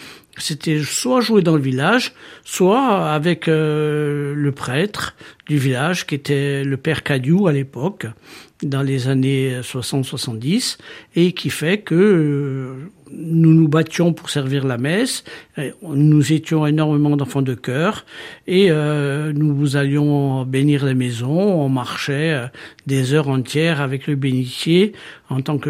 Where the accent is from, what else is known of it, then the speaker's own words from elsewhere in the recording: Corsica, France; born there; also born or lived in Cuttoli-Corticchiato, Corsica; now in Ajaccio, France; je suis originaire de Koutoli. J'ai grandi à Koutoli jusqu'à peu près l'âge de 8-9 ans. Avant de descendre sur Ajaccio